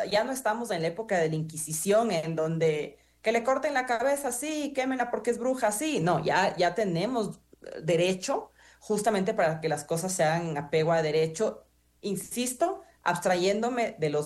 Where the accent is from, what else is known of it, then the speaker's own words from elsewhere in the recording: Ecuador; todos nosotros como ecuatorianos